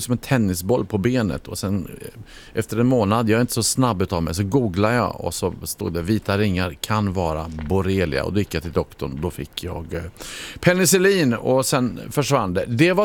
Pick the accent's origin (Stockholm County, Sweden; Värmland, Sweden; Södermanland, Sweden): Värmland, Sweden; Hammarö; du är på Grythusvägen, där växte jag upp.